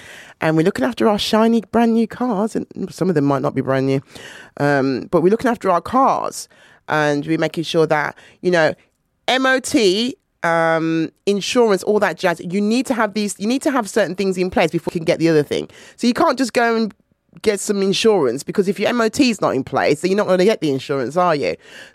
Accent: Jamaica; moved away; Because when I came from Jamaica and I went to the doctors

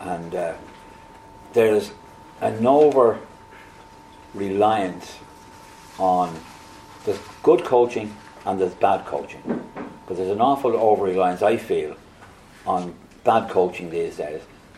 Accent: Dublin, Leinster, Ireland; born there; I was born in Dublin and my first club was Home Farm Academy in Whitehall, a suburb of Dublin. And I joined there when I was 12, 13 years of age.

